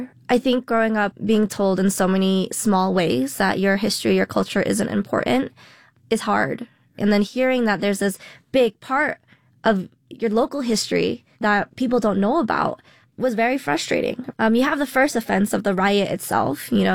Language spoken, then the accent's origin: English; Colorado, United States; I was born and raised in Colorado